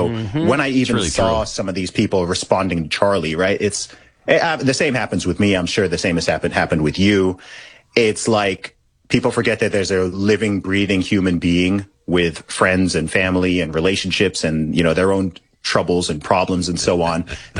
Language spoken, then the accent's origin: English; United Kingdom; certainly as a Brit, many people in the UK kind of think of Canada as the nicer, friendlier, less crazy version of America.